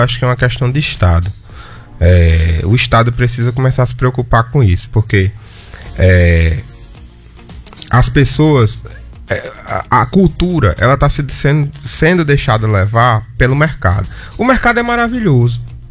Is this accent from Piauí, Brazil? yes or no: no; Grossos, Rio Grande do Norte, Brazil; Sou de Grossos.